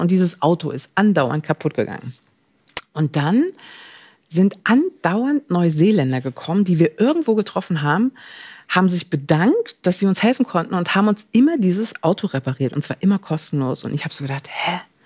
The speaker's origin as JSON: {"language": "German", "region": "East Germany", "country": "Germany", "moved": "as an adult", "said": "Ich komme aus dem Osten."}